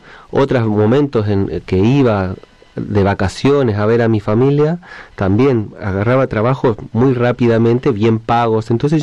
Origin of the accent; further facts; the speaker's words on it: Chile; moved away as an adult; now in Neuquén, Argentina; Pero en el Valle vivo hace 19. Este año ya empiezo a tener la misma, o sea, ahora tengo los mismos años en Chile